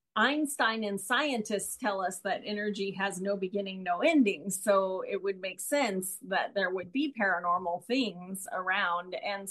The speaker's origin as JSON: {"language": "English", "town": "San Diego", "region": "California", "country": "United States", "moved": "yes", "said": "I was from San Diego. I lived in San Diego"}